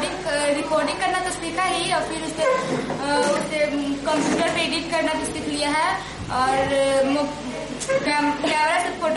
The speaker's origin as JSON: {"language": "Hindi", "region": "Bihar", "country": "India", "said": "मैं कुमार बिहार की रहने वाली हूँ"}